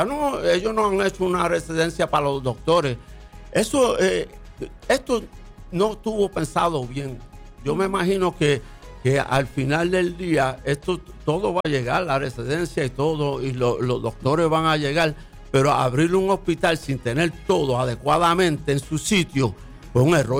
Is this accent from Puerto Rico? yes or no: yes; Fajardo, Puerto Rico; yo soy de aquí de Fajardo y yo ando por todos los lados.